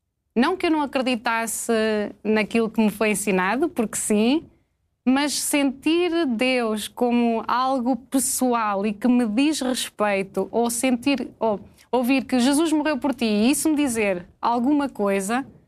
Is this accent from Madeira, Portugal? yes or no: no; Serpins, Coimbra, Portugal; Pertenço ao distrito de Coimbra, é Serpins, no concelho da Lousã. É uma freguesia.